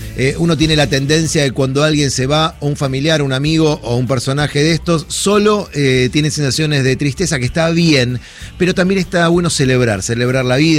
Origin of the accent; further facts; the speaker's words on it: Argentina; Una mañana extraña para todos los que somos argentinos